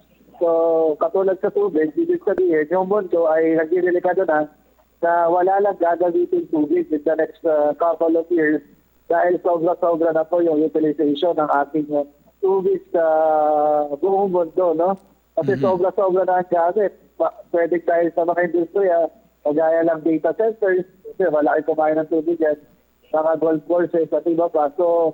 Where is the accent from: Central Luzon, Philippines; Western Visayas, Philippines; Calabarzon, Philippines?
Central Luzon, Philippines; Bulacan; sa amin sa Bulacan, no?